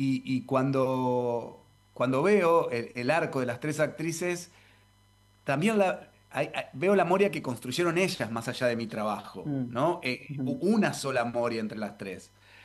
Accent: Carmen de Patagones, Buenos Aires Province, Argentina; moved away; de allá de mi pueblo, de Carmen de Patagones

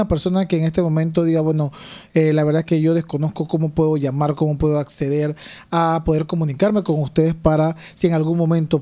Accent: Colón, Panama; hasta los colonenses hemos estado en algún momento involucrados en este tema

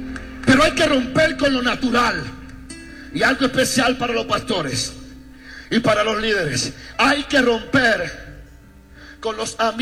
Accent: Dominican Republic; Yo vine de República Dominicana a decirte que no existe en el diccionario de Dios la palabra límite.

